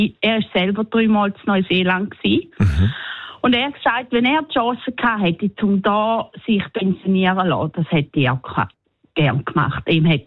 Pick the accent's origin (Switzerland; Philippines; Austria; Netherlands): Switzerland; now in New Zealand; Als Schweizer ist man manchmal ein bisschen... ja, ein bisschen ungewöhnlich.